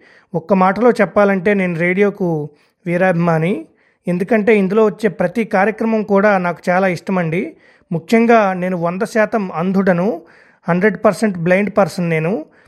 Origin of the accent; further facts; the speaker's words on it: Ramannapalem, Andhra Pradesh, India; మా ఊరు రామన్నపాలెం గ్రామం, కామవరపుకోట మండలం, ఏలూరు జిల్లా.